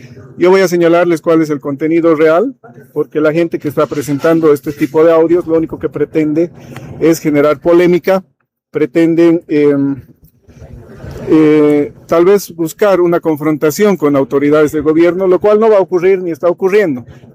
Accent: Bolivia; porque lo que queremos como bolivianos es que se erradique la corrupción de nuestro país

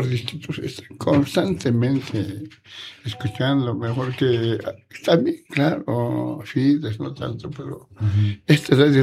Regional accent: Oruro, Bolivia; now in La Paz, Bolivia; Yo soy de Oruro, pero vivo aquí en La Paz.

